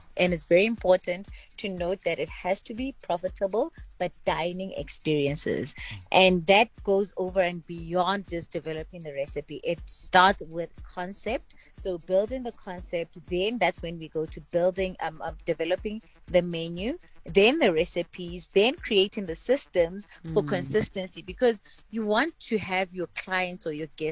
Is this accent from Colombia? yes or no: no; Botswana; moved away; I'm originally from Botswana